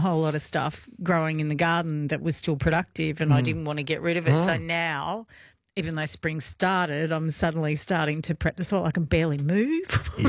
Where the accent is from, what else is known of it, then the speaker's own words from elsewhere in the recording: Sydney, New South Wales, Australia; So, we had I grew up in Western Sydney.